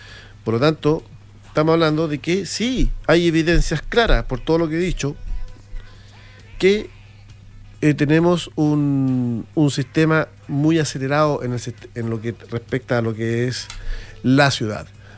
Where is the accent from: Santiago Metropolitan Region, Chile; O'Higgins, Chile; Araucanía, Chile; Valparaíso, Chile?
Santiago Metropolitan Region, Chile; Santiago; now in Iquique, Chile; Yo llevo muchos años en Iquique, yo lo recuerdo, soy de Santiago, llevo alrededor de 32 años acá en esta ciudad, yo soy iquiqueño ya casi.